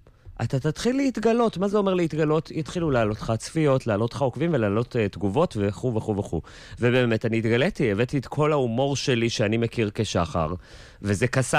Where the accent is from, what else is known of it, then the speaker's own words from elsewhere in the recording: Jerusalem, Jerusalem District, Israel; now in Tel Aviv, Israel; אנחנו גדלנו בירושלים, היא בקריית יובל, אני בבית הכרם, אנחנו חבר'ה, אנחנו פשוטים.